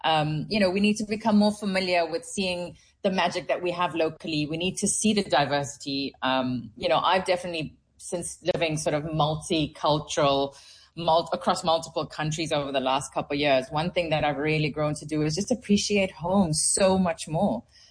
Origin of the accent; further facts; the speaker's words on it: South Africa; being a South African that's got one foot at home and one foot everywhere else, it really gives me a very unique perspective.